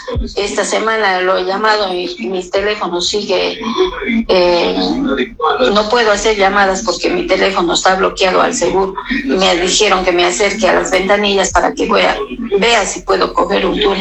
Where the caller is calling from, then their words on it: Cuenca, Azuay, Ecuador; yo soy de Cuenca